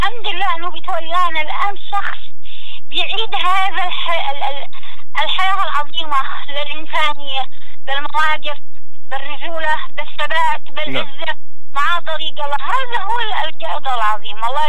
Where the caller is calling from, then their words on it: Yemen; احنا كيمنيين